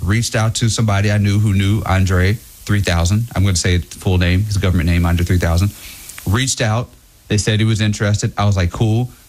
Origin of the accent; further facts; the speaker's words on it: Jackson, Mississippi, United States; I'm from Mississippi. I'm from Jackson. I'm from 3 hours south of Oxford, Mississippi, from Ole Miss.